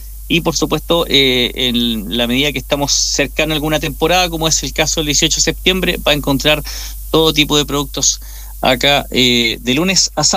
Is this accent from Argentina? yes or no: no; Chile; Más chileno promedio.